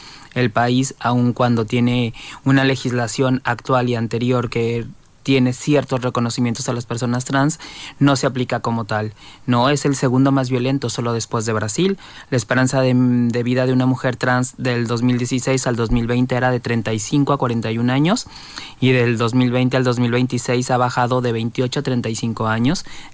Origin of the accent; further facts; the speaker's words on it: Mexico; now in Barcelona, Spain; De la parte de que yo soy mexicana, tengo 4 años viviendo en Barcelona y, bueno, salgo precisamente de México.